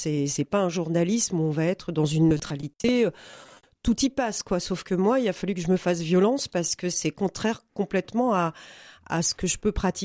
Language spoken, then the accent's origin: French; eastern France, France; moved away as an adult; now in Brest, France; puisque je viens de l'Est de la France et je le raconte aussi dans ce livre. Ça fait maintenant une quinzaine d'années que je suis sur Brest.